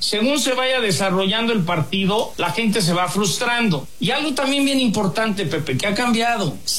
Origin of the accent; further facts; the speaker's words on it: Mexico; Y tú sabes cómo somos los mexicanos, el que paga recibe lo que está buscando.